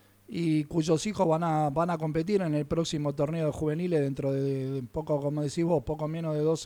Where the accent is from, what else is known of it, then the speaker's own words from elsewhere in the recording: Buenos Aires, Argentina; moved away; en el poco tiempo que estoy acá en la costa, que vengo de Buenos Aires, he cosechado algunas amistades